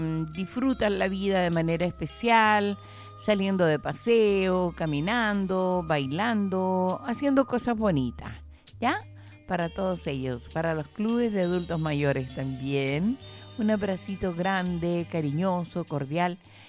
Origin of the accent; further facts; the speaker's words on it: Santa Cruz, O'Higgins, Chile; now in San Fernando, Chile; Yo fui nacida en Santa Cruz. Eso mismo. Gracias, compañero, compañerito. Oriunda de Santa Cruz. Un abrazo grande, cariñoso para mi ciudad natal y mi ciudad adoptiva, digo, San Fernando.